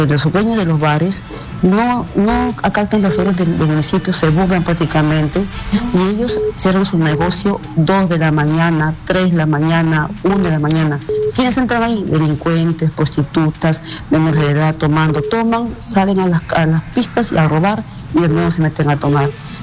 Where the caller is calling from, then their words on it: Lima, Peru; Yo vivo en Villa María, sí, yo vivo en Villa María de Triunfo